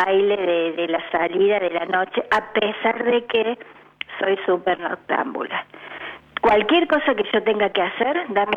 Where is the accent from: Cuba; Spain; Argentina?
Argentina; Buenos Aires; now in Villa María, Argentina; a mí me retrotraen a mi infancia en Buenos Aires.